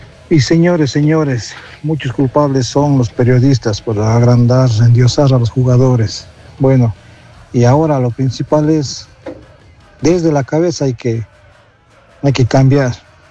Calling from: Ecuador

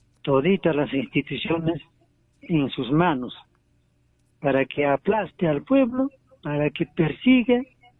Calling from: Peru

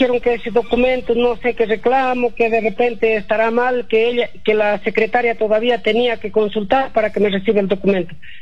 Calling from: Cochambajo, Cajamarca, Peru; el teniente gobernador del centro poblado de Cochambajo.

